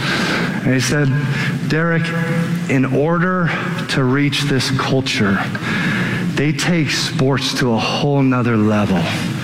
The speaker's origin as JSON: {"language": "English", "town": "Aurora", "region": "Colorado", "country": "United States", "tie": "born or raised there", "said": "I grew up in Aurora. I'm a native to Colorado."}